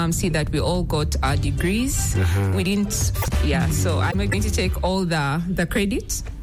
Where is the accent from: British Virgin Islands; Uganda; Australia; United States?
Uganda; Entebbe, Central Region; I was brought up in Entebbe